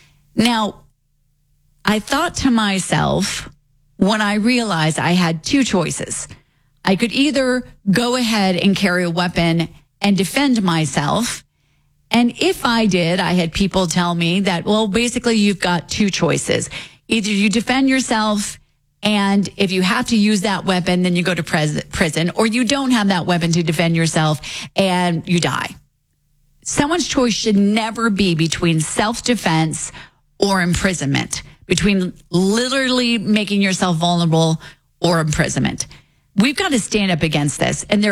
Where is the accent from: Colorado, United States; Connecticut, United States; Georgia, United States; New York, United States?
Colorado, United States; I grew up here in Colorado on Lowry Air Force Base. I had temporary insanity and I went to Los Angeles and was an actor.